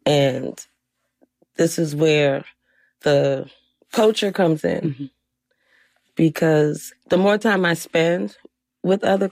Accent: New York, United States; And especially growing up in New York, because me, it's like New York, that's it.

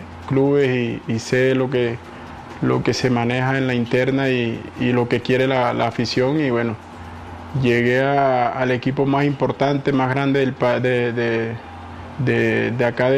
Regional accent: Tierra Alta, Córdoba, Colombia; soy de Tierra Alta, un pueblo cercano a Montería, que es la capital de Córdoba, y muy cerca a toda la costa Caribe, Cartagena, Barranquilla.

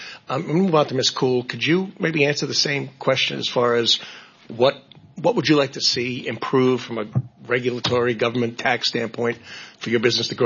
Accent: Long Island, New York, United States; I'm from Long Island originally, by the way, so I see your business is in Hopog, and I grew up there

